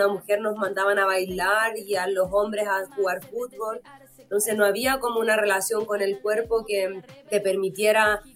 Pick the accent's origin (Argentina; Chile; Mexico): Chile; Santiago, Santiago Metropolitan Region; also born or lived in San Bernardo; Yo, bueno, nací aquí en Santiago, en San Bernardo primero, luego casi toda mi vida la pasé en Macul, como entre Macul, la Florida, siempre vivía como por ahí. Vivía muy cerca del Estadio Monumental